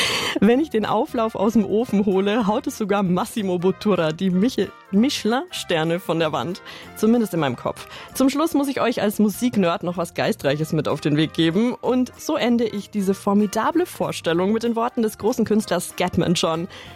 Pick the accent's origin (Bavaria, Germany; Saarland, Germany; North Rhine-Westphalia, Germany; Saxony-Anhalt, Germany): Bavaria, Germany; Bayreuth; Der hält mich nämlich nicht in Bayreuth, meiner Heimatstadt.